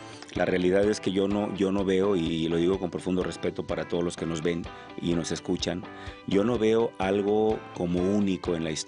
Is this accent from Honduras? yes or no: no; Acapulco, Guerrero, Mexico; Bueno, soy acapulqueño, nací en Acapulco. En Acapulco no hay cobijas, le llamamos sábanas en Acapulco.